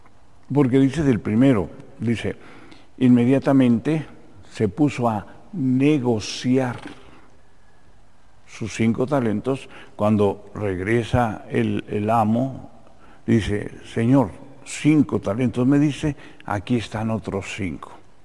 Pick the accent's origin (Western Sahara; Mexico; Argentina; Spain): Mexico; somos buenos los mexicanos